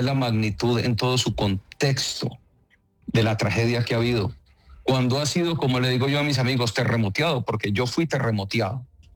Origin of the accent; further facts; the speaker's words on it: Popayán, Cauca, Colombia; also born or lived in Cali; Yo soy caleño, pero a los 5 años me fui a vivir a Popayán. Mi padre me llevó a vivir a Popayán. Popayán, ciudad que me acogió, ciudad que amo, y diría yo, soy payanés y soy caleño.